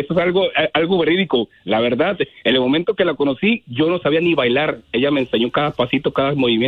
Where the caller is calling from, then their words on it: Ocotlán, Mexico; Soy de Ocotlán.